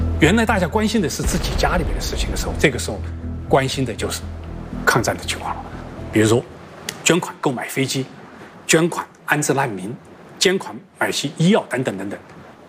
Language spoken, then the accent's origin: Chinese; China; 我们中国人实际上是活在一个家族之中的，